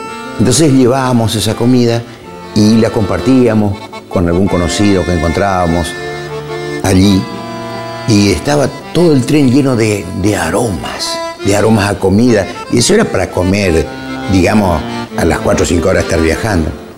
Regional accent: Corrientes, Argentina; somos los Correntinos.

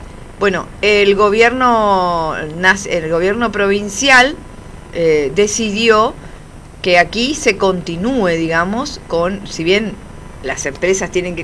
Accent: Argentina; Muy, muy variable, como los argentinos, básicamente. Así somos, sí.

